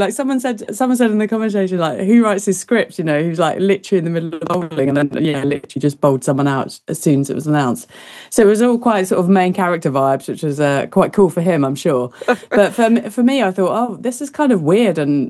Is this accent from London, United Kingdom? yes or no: yes; London, United Kingdom; moved away as an adult; now in Cornwall, United Kingdom; Yeah, I mean, you know, moving from the capital to Cornwall definitely does give you